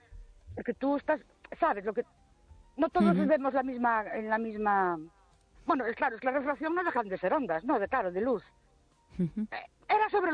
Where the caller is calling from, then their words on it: Ourense, Galicia, Spain; de Ourense.